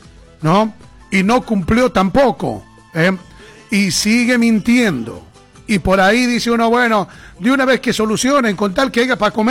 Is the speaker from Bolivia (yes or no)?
yes; Bolivia; Todos somos bolivianos